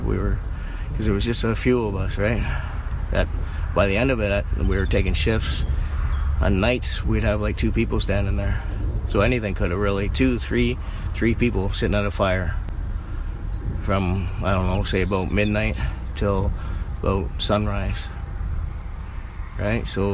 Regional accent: Toronto, Ontario, Canada; I didn't grow up there. I grew up in Scarborough, but a lot of my family there have born there, raised there

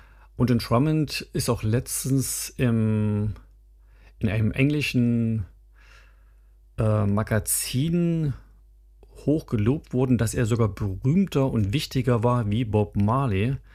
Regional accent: Jena, Thuringia, Germany; in meiner Heimatstadt Jena, in der ich geboren bin.

